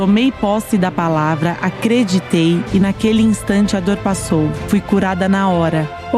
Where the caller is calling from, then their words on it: Nicaragua; Olá a todos … sou da Nicarágua.